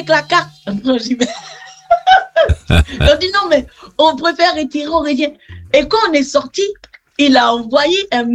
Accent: Côte d’Ivoire; vous venez d'où? Après, on dit de la Côte d'Ivoire

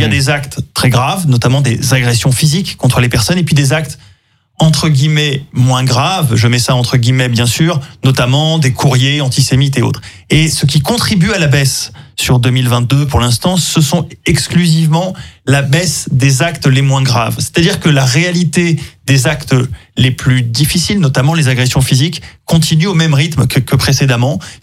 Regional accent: Toulouse, Occitanie, France; born there; also born or lived in Montpellier; je suis né à Toulouse, j'ai vécu également deux ans enfant à Montpellier

